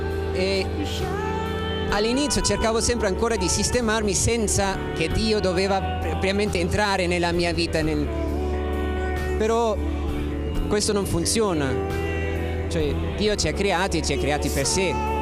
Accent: Germany; Italian is a second language; now in Ireland; Io sono della Germania, però pure battezzato da piccolo, sempre andato a messa fino a un certo punto

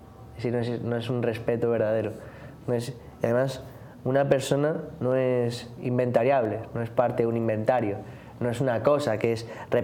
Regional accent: Spain; now in Miami, United States; un joven de 22 años, que estoy aquí en Miami, pero soy de España. Creo que se me nota por mi acento.

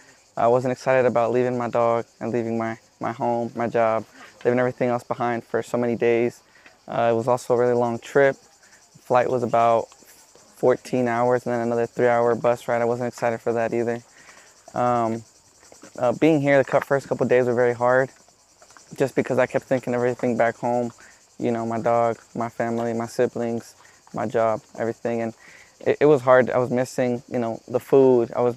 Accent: California, United States; I'm from California.

